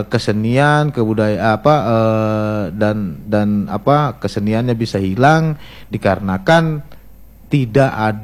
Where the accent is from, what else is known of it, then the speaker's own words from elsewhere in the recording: Balikpapan, East Kalimantan, Indonesia; Nah saya anak mana? Anak Balikpapan. Balikpapan Kalimantan Timur.